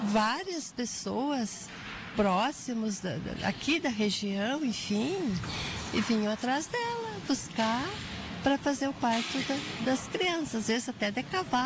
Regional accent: Rio Grande do Sul, Brazil; born there; Eu nasci na comunidade de Pontão da Boa União. Sou a filha mais nova de uma família de 8 filhos.

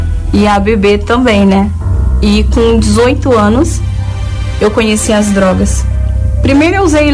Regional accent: Boa Nova, Bahia, Brazil; born there; tenho 37 anos. Eu nasci na Bahia, em Boa Nova.

